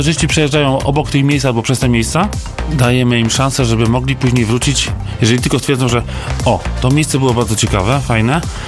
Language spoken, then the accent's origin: Polish; Wiśniowa, Subcarpathian Voivodeship, Poland; mieszkając, wychowując się w Wiśniowej.